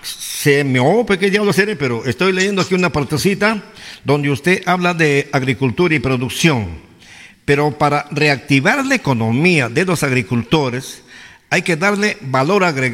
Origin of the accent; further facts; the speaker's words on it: Querocoto, Cajamarca, Peru; moved away; mi pueblo de Querocoto